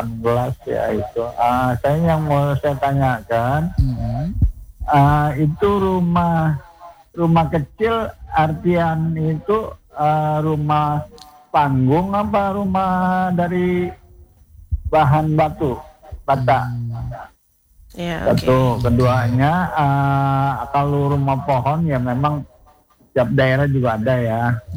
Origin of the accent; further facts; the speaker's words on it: West Java, Indonesia; Di daerah saya juga ada, di Jawa Barat itu rumah panggung ada.